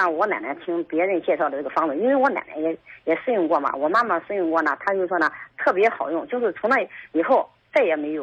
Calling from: Xuzhou, Jiangsu, China; 今年52岁。

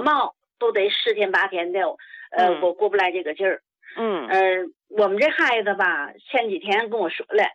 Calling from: Hebei, China; 我是河北的，河北

